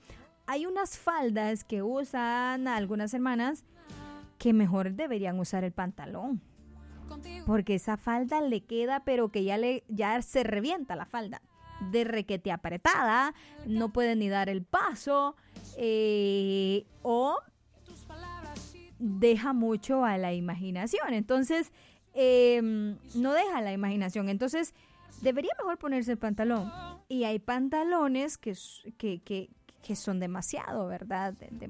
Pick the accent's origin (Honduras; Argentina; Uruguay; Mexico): Honduras